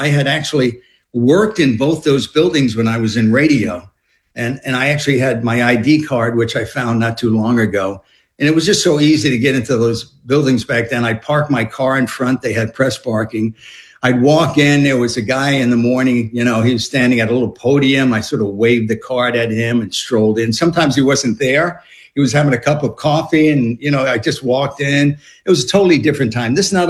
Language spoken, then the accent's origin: English; New York, United States; I grew up in New York, so I remember seeing the towers going up when I was in high school.